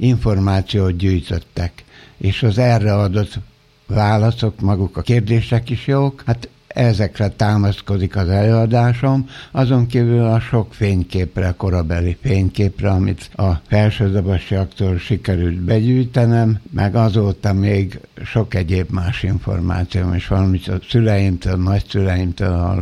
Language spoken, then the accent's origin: Hungarian; Budapest, Hungary; born there; az anyám már a eljövendő köröztapáméknál Budapesten várta a szülési időpillanatát, és így kórházba születtem a 13. kerületben.